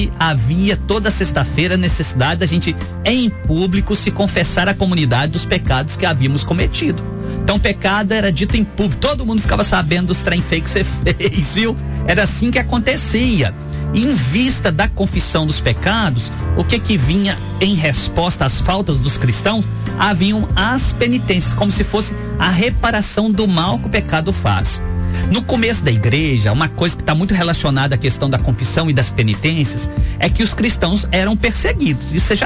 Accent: Rio Pomba, Minas Gerais, Brazil; moved away; Lá faz parte da nossa infância, nós crescemos lá em Rio Pomba

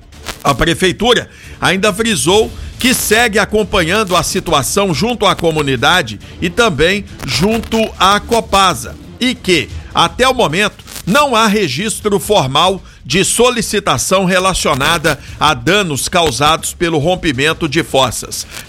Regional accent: Coronel Fabriciano, Minas Gerais, Brazil; Eu sou de Fabri.

